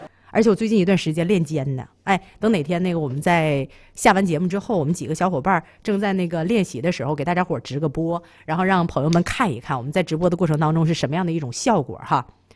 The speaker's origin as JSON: {"language": "Chinese", "town": "Tieling", "region": "Liaoning", "country": "China", "moved": "yes", "lives_now": "Jinzhou, China", "said": "我是铁岭的，然后呢留在了锦州。那你听的口音是哪儿的？你如果要说是锦州的口音，那我就是入乡随俗了。"}